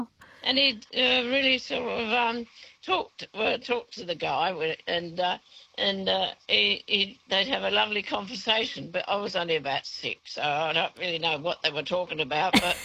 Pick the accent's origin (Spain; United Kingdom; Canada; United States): United Kingdom; England; I'm from England, and when I was a child, there was this puppet, and it was called Sooty.